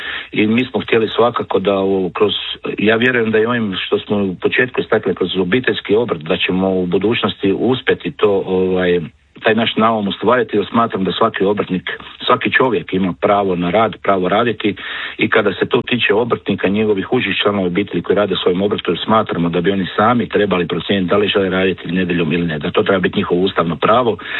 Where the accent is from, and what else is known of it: Croatia